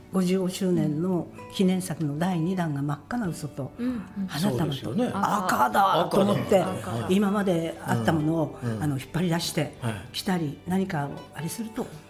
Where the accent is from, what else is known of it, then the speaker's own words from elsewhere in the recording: Sapporo, Hokkaido, Japan; moved away as an adult; うちのおばあちゃんね青森県出身なのね、うん、でお母ちゃんと私が札幌で生まれ育ったんですけれども